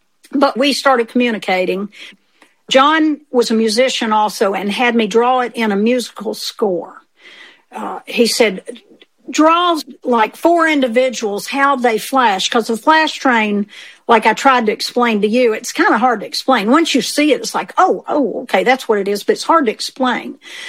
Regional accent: Elkmont, Tennessee, United States; They knew I was from Elkmont.

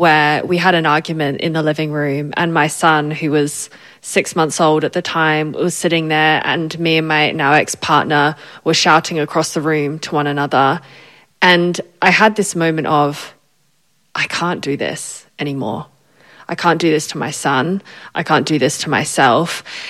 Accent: Australia; accent: hybrid Australian-British; also born or lived in United Kingdom; now in Switzerland; I am Australian and British, hence the hybrid accent, and currently live in Switzerland.

